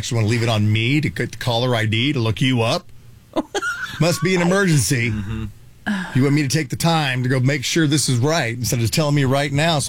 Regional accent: Canada; I'm Canadian, obviously.

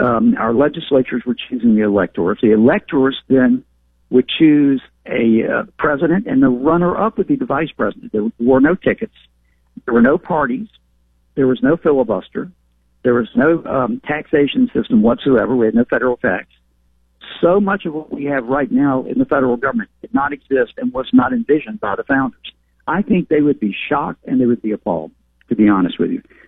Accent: the South, United States; And I'm from the South, and I regret that, but it is what it is.

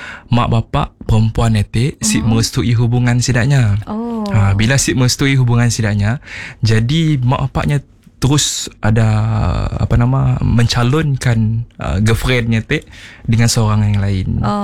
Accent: Kuching, Sarawak, Malaysia; now in Bintulu, Malaysia; Kami berasal daripada Kuching, Sarawak.

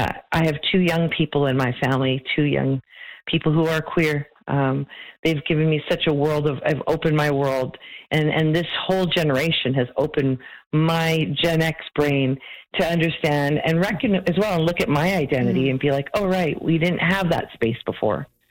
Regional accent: Philippines; moved away; And I'm Filipino and I'm an immigrant

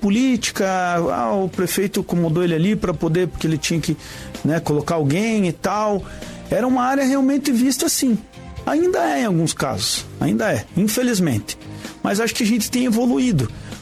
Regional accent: São José dos Pinhais, Paraná, Brazil; also born or lived in Curitiba; Eu nasci no Hospital São Vicente, em Curitiba. Fui criado ali em São José dos Pinhais, no bairro Afonso Pena.

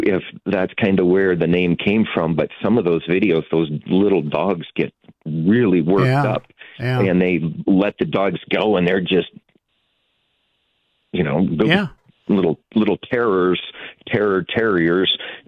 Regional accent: North Dakota, United States; moved away; I grew up in North Dakota

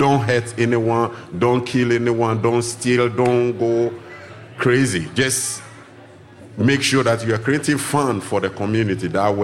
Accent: Nungwa, Greater Accra, Ghana; I come from Nungwa, so the capital, I come from Ghana, West Africa. The capital of Ghana is Accra, and I come from a little village down there called Nungwa

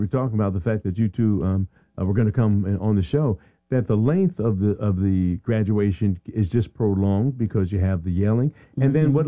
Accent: Philadelphia, Pennsylvania, United States; I'm from Philadelphia.

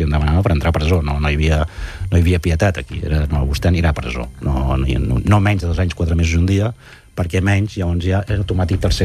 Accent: Sabadell, Catalonia, Spain; a l'oficina de reclutament de Sabadell, que era d'on soc i on vivia aquell moment

